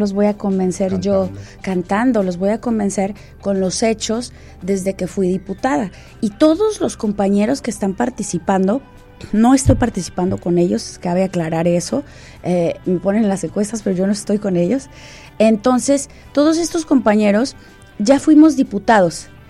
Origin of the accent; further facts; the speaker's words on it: Baja California, Mexico; yo llegué aquí a los 2 años. Entonces, soy de aquí, ¿no? Soy Baja californiana.